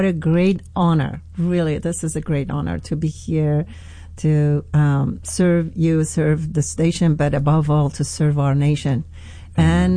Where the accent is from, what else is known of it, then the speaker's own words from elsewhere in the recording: Iran; English is a second language; moved away as an adult; So anyway, I grew up in Iran for 21 years. I was born in Iran